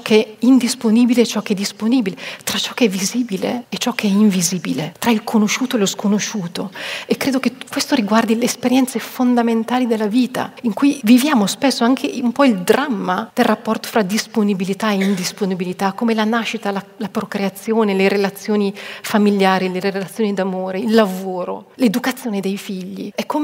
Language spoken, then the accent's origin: Italian; Vienna, Austria; vengo da Vienna